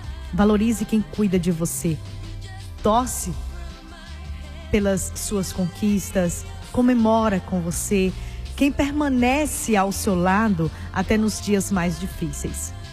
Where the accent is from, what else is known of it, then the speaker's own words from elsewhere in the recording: Brazil; Nós somos brasileiros.